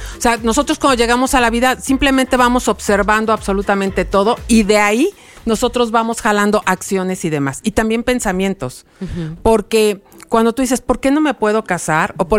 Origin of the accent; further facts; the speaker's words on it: Zacatecas, Mexico; tienen que comer queso, porque venimos de Zacatecas, entonces, y en el rancho siempre había queso